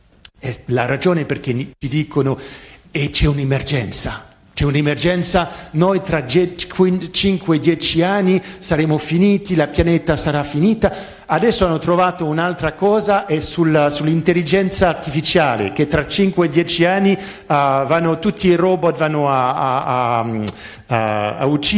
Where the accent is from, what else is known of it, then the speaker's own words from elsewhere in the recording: France; Italian is a second language; particolarmente come francese, io so che noi diamo delle lezioni a tutto il mondo, se arrivo in Italia e dico voi dovete fare così, così, così, no